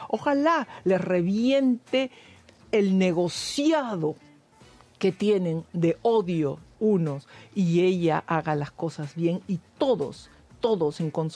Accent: Peru; moved away; Soy una peruana que sí, como muchísimos de nosotros, ansiamos tener nuestros años más felices en nuestra tierra

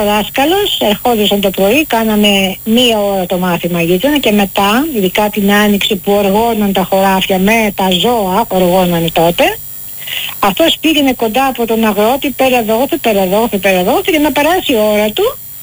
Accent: West Greece, Greece; Όχι, όχι, είμαι έξω από το Αγρίνιο.

